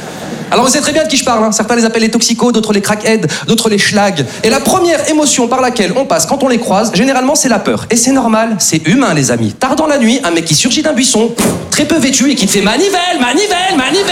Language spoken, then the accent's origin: French; Lyon, Auvergne-Rhône-Alpes, France; now in Paris, France; je suis originaire de province, je suis originaire de Lyon. Et c'est vrai qu'avant de m'installer sur Paris